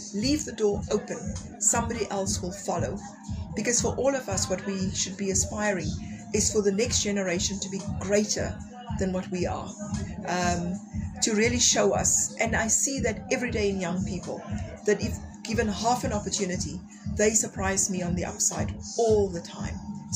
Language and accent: English; Western Cape, South Africa; I was born in the Eastern Cape, and when I was about 5 years old, my parents relocated to the Western Cape.